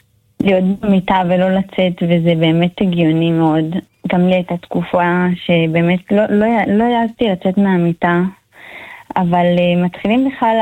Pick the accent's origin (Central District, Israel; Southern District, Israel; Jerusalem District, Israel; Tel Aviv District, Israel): Southern District, Israel; Ofakim; אנחנו מאופקים